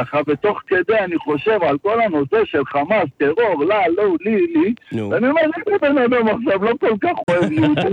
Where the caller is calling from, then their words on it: Harish, Haifa District, Israel; אני מחריש, אני מתקשר מהדרך לירושלים.